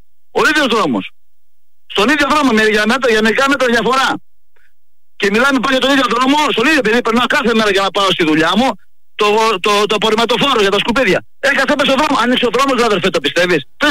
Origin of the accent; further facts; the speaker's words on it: Katerini, Central Macedonia, Greece; Κατερίνη, τους άγια μου, έχω δρόμο στην Κατερίνη. Η πόλη της Λακούβας, αδερφέ. Άκου να δεις σκηνικό στην πόλη μου